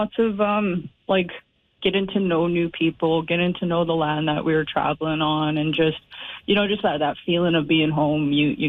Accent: Yellowknife, Northwest Territories, Canada; also born or lived in Fort McPherson; I'm originally from Tetlege, Fort McPherson, but I grew up and I live in Sambucay, Yellowknife.

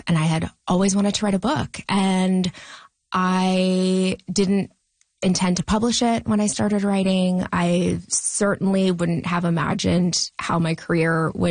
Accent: Australia; born there; moved away; also born or lived in Victoria, BC, Canada; And I grew up in Australia.

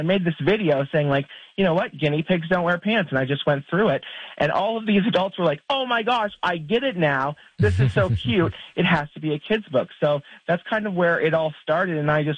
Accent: Kingsville, Ontario, Canada; moved away; growing up in Essex County, in Kingsville, in the what the kids now are calling the late 1900s, the 80s and the 90s

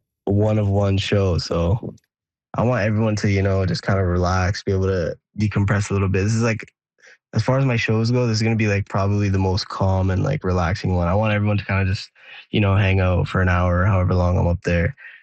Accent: Timmins, Ontario, Canada; born or raised there; moved away

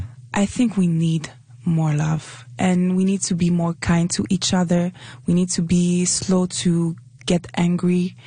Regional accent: Sherbrooke, Quebec, Canada; born there; So I was born in Sherbrooke.

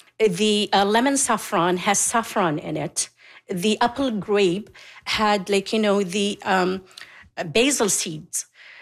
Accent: Kuwait; moved away; That was back in my home country, Kuwait.

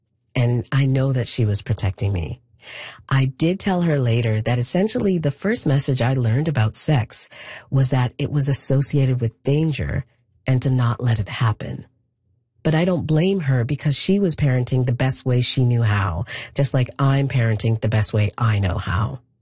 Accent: Canada; also born or lived in Ghana; I was born in Ghana and raised in Canada. My family lived deeply within our community, the food, the language, celebrations, all of it.

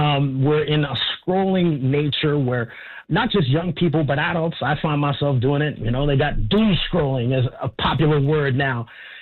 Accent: Canada; it really means a lot to me as a Canadian.

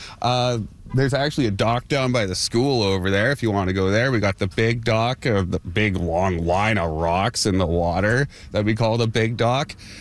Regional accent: Saskatoon, Saskatchewan, Canada; Growing up in Saskatoon, you're around trains all the time.

